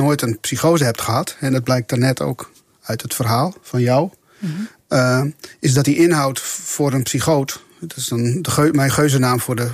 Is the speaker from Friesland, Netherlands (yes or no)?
yes; Friesland, Netherlands; Ik ben Fries